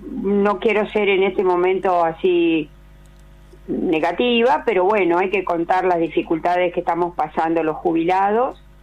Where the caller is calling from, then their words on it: San Martín, Buenos Aires Province, Argentina; Estoy en este momento en San Martín